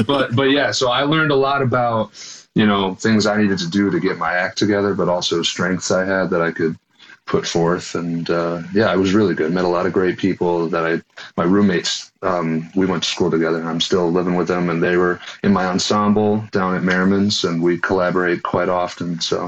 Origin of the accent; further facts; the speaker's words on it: New York, United States; moved away as an adult; now in Chicago, United States; usually say Rochester because I'm really from a small town, like 30 minutes east. But yeah, Rochester area is where I'm from and call home still.